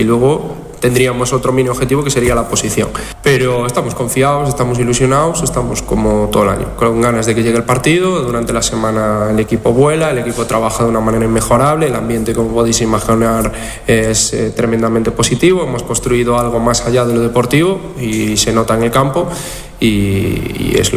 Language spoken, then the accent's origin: Spanish; Galicia, Spain; soy gallego